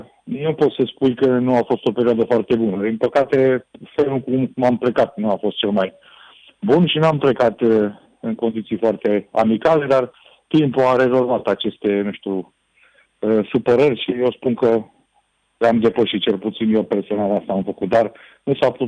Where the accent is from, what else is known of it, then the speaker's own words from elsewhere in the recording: Romania; Și eu sunt format aici, am muncit aici, am crescut aici